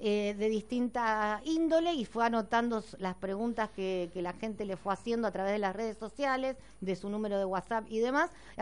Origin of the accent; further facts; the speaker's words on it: Argentina; Somos más argentinos, capaz.